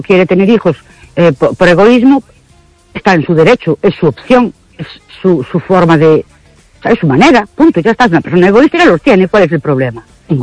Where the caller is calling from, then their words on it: Ourense, Galicia, Spain; Buenas noches. … de Orense.